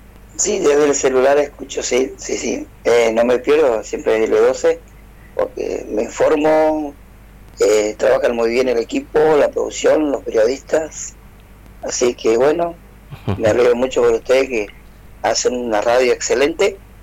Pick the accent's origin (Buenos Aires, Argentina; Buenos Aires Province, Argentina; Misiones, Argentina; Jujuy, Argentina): Misiones, Argentina; yo también soy del norte de Misiones.